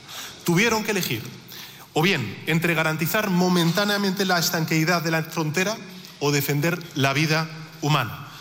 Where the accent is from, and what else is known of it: Spain